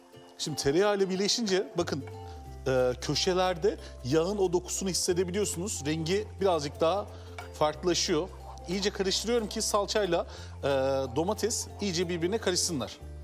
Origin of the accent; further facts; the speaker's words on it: Adana, Turkey; Biliyorsunuz ben Adanalıyım. Adana'da yapılan ev salçalarının hemen hemen hepsi çok tuzludur.